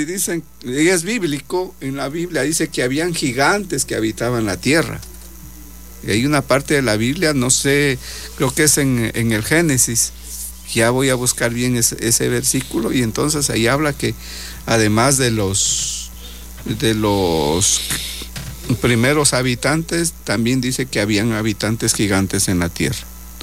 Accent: Changaimina, Loja, Ecuador; yo soy lojano, soy ecuatoriano, y esa es mi identidad. Soy, como dijeron, cholito de Changaimina. Así soy, seré y así moriré, porque ese con orgullo que llevo.

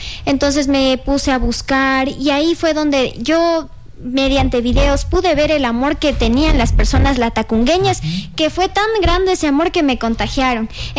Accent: Machachi, Pichincha, Ecuador; yo no soy de aquí, de La Tacunga, yo soy de Machachi.

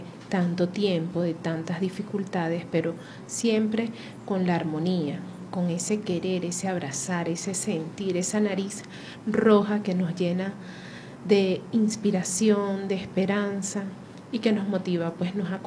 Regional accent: Venezuela; nosotros los venezolanos, bueno, no nos quedamos de brazos cruzados.

